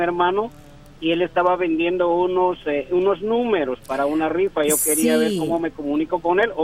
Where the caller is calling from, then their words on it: Houston, Texas, United States; De aquí, de Houston